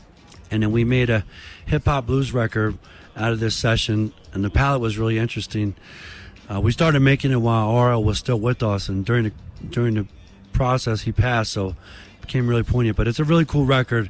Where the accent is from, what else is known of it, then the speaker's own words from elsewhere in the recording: Philadelphia, Pennsylvania, United States; I grew up in Philadelphia, and, well, you know, it could be kind of rough sometimes